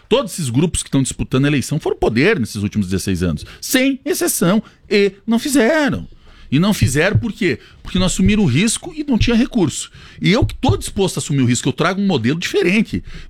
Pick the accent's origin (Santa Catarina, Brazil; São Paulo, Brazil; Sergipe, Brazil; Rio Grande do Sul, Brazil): Santa Catarina, Brazil; Chapecó; eu sou natural aqui de Chapecó, eu escuto isso desde que me conheço por gente